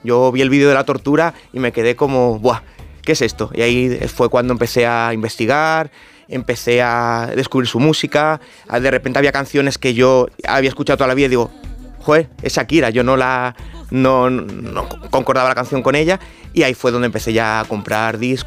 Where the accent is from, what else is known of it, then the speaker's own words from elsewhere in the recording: Asturias, Spain; now in Madrid, Spain; Yo soy de Asturias, y ahí yo tenía una habitación en mi casa...